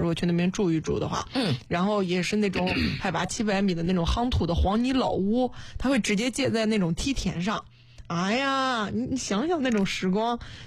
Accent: Xuzhou, Jiangsu, China; also born or lived in Zhejiang; 每次说我说我是徐州的，他们就会说你是衢州的，我说不是，

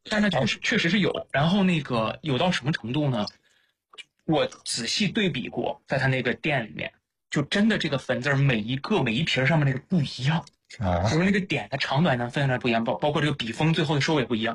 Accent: Shanxi, China; 这也就是为数不多，作为一个我山西人来说，对，景德镇瓷器的接触了

